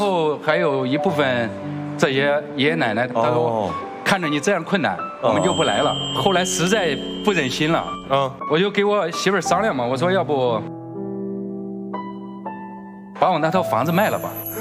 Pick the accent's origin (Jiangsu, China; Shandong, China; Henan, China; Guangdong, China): Henan, China; 我们来自河南，